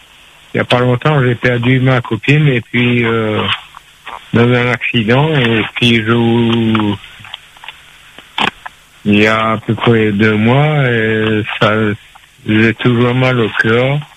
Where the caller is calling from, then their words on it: Réunion; Je suis un Réunionnais, coco dur.